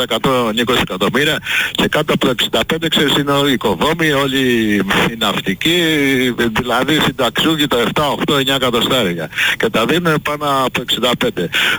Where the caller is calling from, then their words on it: Patras, Western Greece, Greece; είμαι έξω από την Πάτρα, εντάξει, είμαι σε ένα... στις παρυφές ενός ωραίου